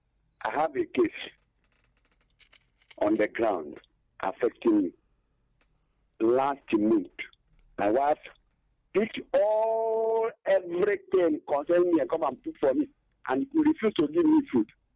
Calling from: Isoko, Delta, Nigeria; I'm calling from Isoko.

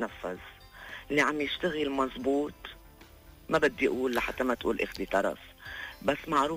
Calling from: Zahle, Beqaa, Lebanon

